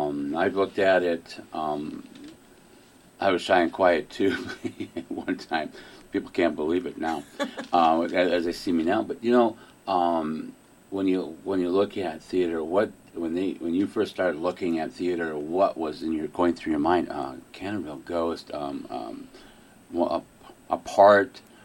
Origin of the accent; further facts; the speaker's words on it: Illinois, United States; now in Wisconsin, United States; I'm from Illinois. So I'm from North Central Illinois. So I'm not as far down south